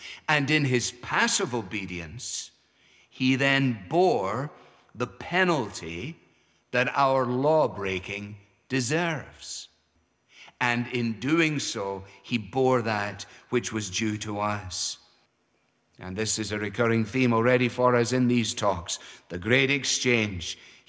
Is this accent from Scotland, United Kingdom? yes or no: yes; Scotland, United Kingdom; Even as a Scotsman